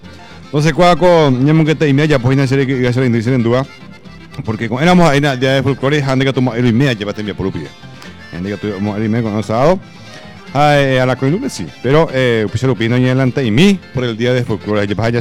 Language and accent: Spanish; Paraguay; nuestro querido país Paraguay